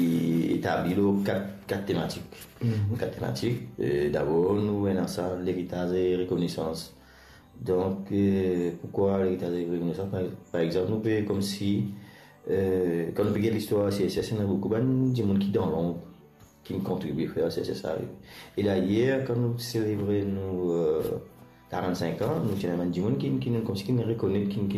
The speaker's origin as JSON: {"language": "French", "region": "Rodrigues", "country": "Mauritius"}